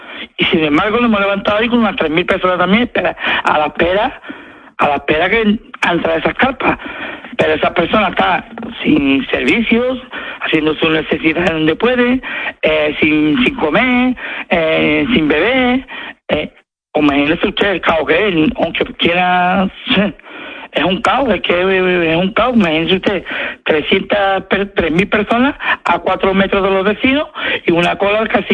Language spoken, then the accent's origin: Spanish; Spain; Yo precisamente soy musulmán y soy español de nacimiento. O sea, soy cristiano de nacimiento, de padre y madre, perdón, porque español soy.